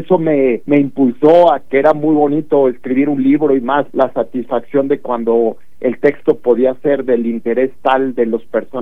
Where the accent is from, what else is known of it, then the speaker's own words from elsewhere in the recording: Huamantla, Tlaxcala, Mexico; la Plaza de Toros de mi pueblo natal, Huamantla